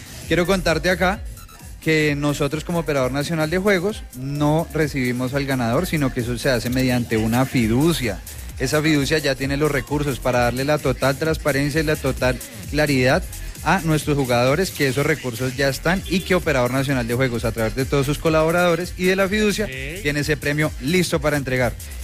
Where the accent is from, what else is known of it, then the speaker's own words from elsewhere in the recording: Bogotá, Colombia; Yo vengo de Bogotá, pero mi abuelo, tengo raíces que mi abuelo nació en Pesca